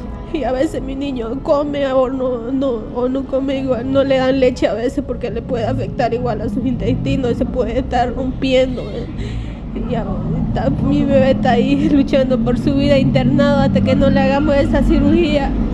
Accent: Charagua, Santa Cruz, Bolivia; now in Santa Cruz de la Sierra, Bolivia; vengo de una familia de bajos recursos, no soy de aquí, soy de Charagua.

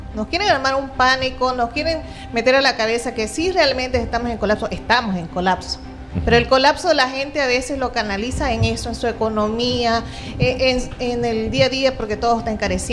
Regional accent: Bolivia; Sí, tengo nacionalidad boliviana.

